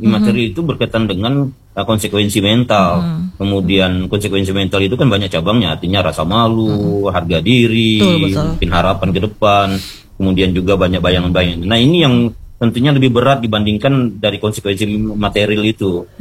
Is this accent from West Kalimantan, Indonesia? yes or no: yes; Sanggau, West Kalimantan, Indonesia; kita orang Sanggau